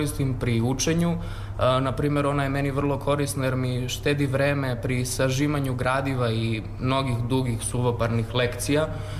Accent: Vranje, Southern and Eastern Serbia, Serbia; dolazim iz Vranja, učenik sam drugog razreda gimnazije Bora Stanković, Vranje.

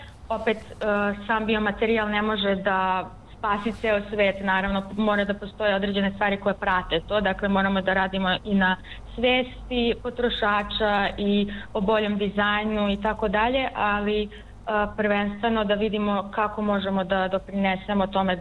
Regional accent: Serbia; now in Austria; primećujem da je dosta nekako situacija bolja nego, na primjer, kod nas u Srbiji. I ono što mi se posebno dopada u Austriji

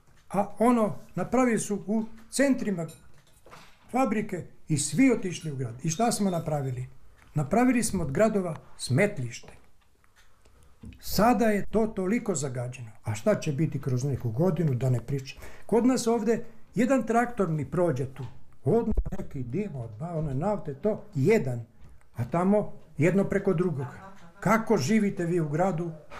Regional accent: Jalbotina, Southern and Eastern Serbia, Serbia; Peši sam kao dete išao na toj relaciji stalno gore-dole, tamo-amo, ali ja sam rođen ovde u Jalbotini.

